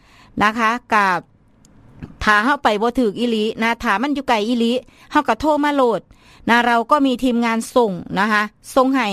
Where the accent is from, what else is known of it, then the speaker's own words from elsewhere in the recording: Isan, Thailand; accent: Isan Lao; first language Isan Lao; Thai is a second language; ก็ต้องเว้าลาวอีสานบ้านเฮานี่ล่ะ